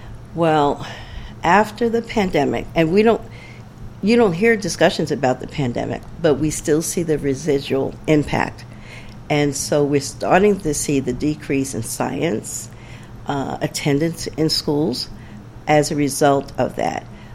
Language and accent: English; New York, United States; also born or lived in Florida; I'm originally from New York. I returned there at the onset of the pandemic, which is the opposite of what everyone else did. I spent 20 years in Florida